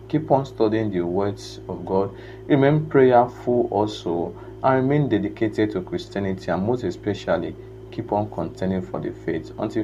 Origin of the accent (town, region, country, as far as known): Okada, Edo, Nigeria